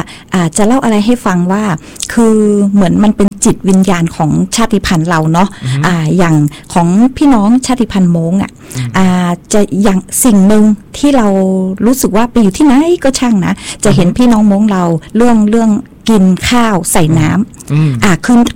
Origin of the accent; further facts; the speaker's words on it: Nan Province, Nan, Thailand; moved away as an adult; now in Chiang Mai, Thailand; พี่มาจากจังหวัดน่านอยู่บ้านป่ากลาง